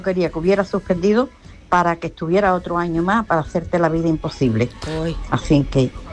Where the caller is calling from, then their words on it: Alcalá, Spain; de Alcalá.